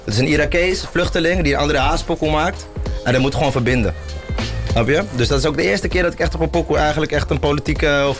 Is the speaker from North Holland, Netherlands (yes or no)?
yes; Kortenhoef, North Holland, Netherlands; wel ben opgegroeid in een Hollands dorp.